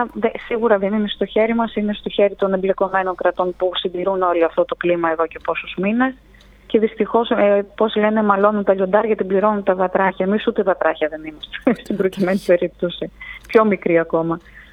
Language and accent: Greek; Greece; Βέβαια, εμείς σαν Έλληνες έχουμε μάθει στη δυσκολία.